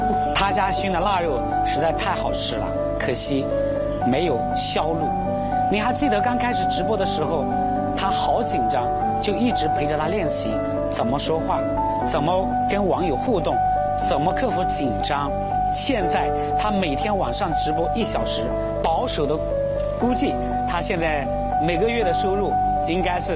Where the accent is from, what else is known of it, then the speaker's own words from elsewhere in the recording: Hunan, China; 请您品尝我家乡的味道。